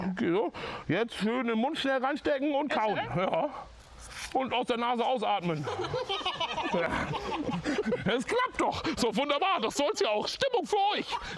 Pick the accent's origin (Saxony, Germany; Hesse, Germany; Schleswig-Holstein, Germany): Schleswig-Holstein, Germany; Haffkrug; also born or lived in Hamburg, Germany; Ich bin in Hamburg geboren, bin aber in Haffkrug an der Ostsee, so ein ganz kleines Dorf an der Ostsee, aufgewachsen. Und dann habe ich eigentlich überall mal gelebt.